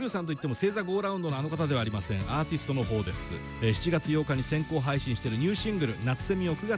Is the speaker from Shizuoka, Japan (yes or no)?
no; Sano, Tochigi, Japan; この私のふるさと栃木県佐野市